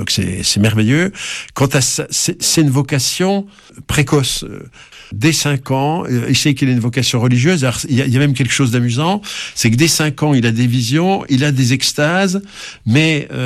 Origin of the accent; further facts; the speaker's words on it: France; J'ajoute qu'en plus, je suis français